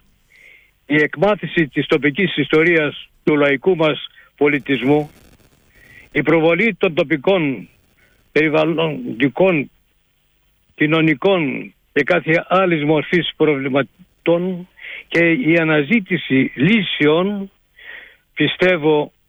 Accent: Agios Akakios, Thessaly, Greece; moved away; στο χωριό μου, που λέγεται Άγιος Ακάκιος, από το 1927, διότι πριν είχε την επωνυμία Γόλιτσα.

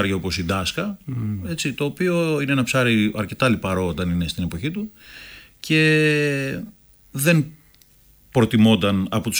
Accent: Greece; Αυτά τα οποία και εμείς σαν Έλληνες θεωρούμε ψάρια

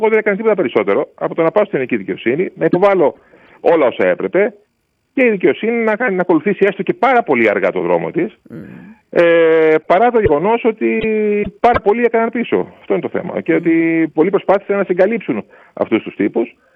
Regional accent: Greece; αλλά ως Έλληνας πολίτης και ως Έλληνας δημοσιογράφος, ο οποίος μετράει 30 τόσα χρόνια αποδεδειγμένα στο κουρμπέτι

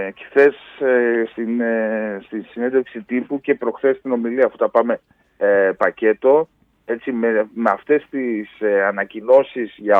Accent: Konitsa, Epirus, Greece; στα μέρη μου πάνω, στην Κόνιτσα, εκεί στην Ήπειρο

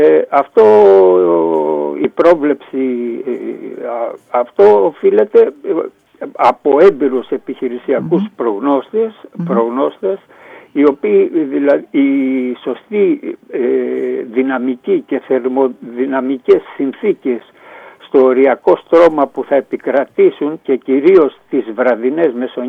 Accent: Antirrio, Western Greece, Greece; born or raised there; also born or lived in Nafpaktos / Patras

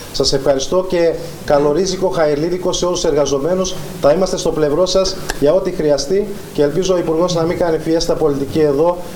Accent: Iasmos, Eastern Macedonia and Thrace, Greece; Και σήμερα επισκέπτεσαι τον Ίασμο, τη γενέτειρά μου. Κατάγομαι από τον Ίασμο, ζω, μένω εδώ.

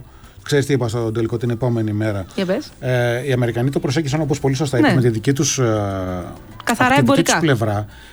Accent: Greece; και όχι εμείς εδώ σαν Έλληνες.

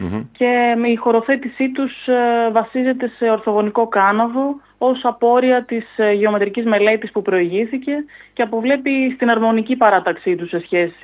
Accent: Nea Figalia, Western Greece, Greece; Είμαι μέλος του Συλλόγου γιατί κατάγομαι και από τη Νέα Φιγαλία.

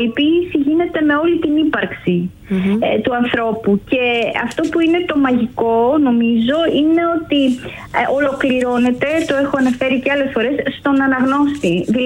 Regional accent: Xanthi, Eastern Macedonia and Thrace, Greece; born or raised there; also born or lived in Komotini / Alexandroupoli

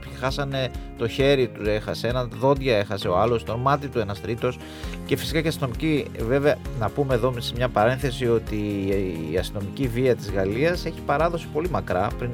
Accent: Greece; Πάλι δεν πήραμε τίποτα εμείς εδώ ως Έλληνες, έτσι.

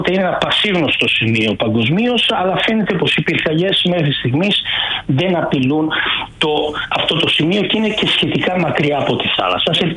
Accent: Naples, Campania, Italy; εγώ κατάγομαι από την Νάπολη μέρη, οπότε αντιλαμβάνεσαι πως είναι ένα θέμα το οποίο νιώθω πάρα πολύ κοντά

